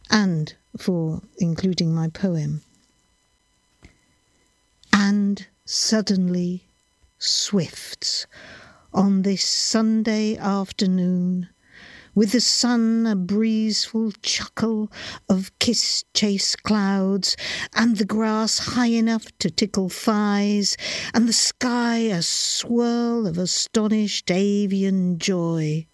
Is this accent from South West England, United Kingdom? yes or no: yes; South West England, United Kingdom; from South Devon.